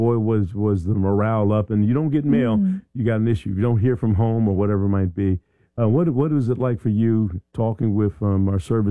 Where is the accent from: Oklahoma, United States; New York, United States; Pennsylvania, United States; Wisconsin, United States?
Pennsylvania, United States; Philadelphia; moved away; also born or lived in Dayton, Ohio; But I'm from Philadelphia.